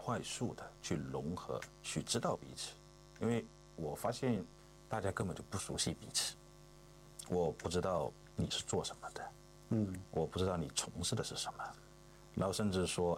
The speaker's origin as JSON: {"language": "Chinese", "region": "Fujian", "country": "China", "said": "这也是怎么说呢，身为一个福建人的优势吧。"}